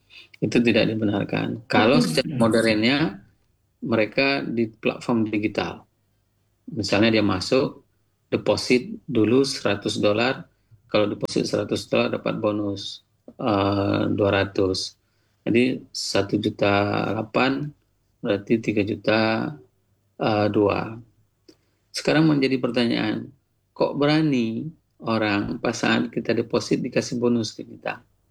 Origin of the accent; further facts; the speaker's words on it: Aceh, Indonesia; moved away; saya juga orang Sawang